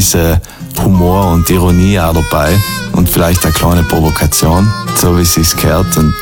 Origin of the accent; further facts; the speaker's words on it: Merano, Trentino-Alto Adige, Italy; accent: South Tyrolean dialect; first language South Tyrolean German; now in Vienna, Austria; Und das ist mein erstes Album, wo ich auf Südtirolerisch singe, meiner Muttersprache, dem Südtiroler Dialekt. Und außerdem auf Italienisch und auf Französisch auch, in Kombination mit Englisch.